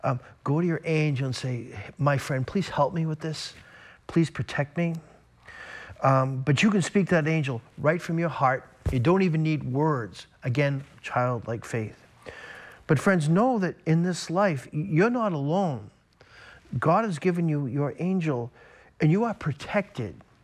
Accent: Boston, Massachusetts, United States; I grew up in the Boston area.

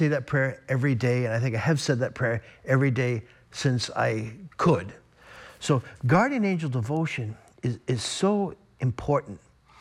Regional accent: Boston, Massachusetts, United States; And of course, I grew up in the Boston area.

